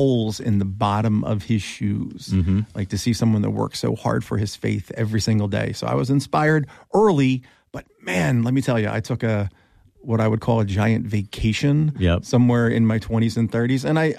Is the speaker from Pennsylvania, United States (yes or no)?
yes; Philadelphia, Pennsylvania, United States; I'm a lifelong Catholic, cradle to the grave, I pray. And I was born in Port Richmond in Philly and raised a Catholic, Catholic grade school, Catholic high school.